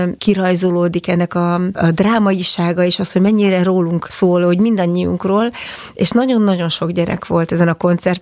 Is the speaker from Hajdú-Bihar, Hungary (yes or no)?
no; Kaposvár, Somogy, Hungary; also born or lived in Pécs; hát én kaposvári vagyok, illetve Pécset születtem, Kaposváron jártam óvodába, meg kisiskolába, amíg el nem jöttem ugye Budapestre tanulni.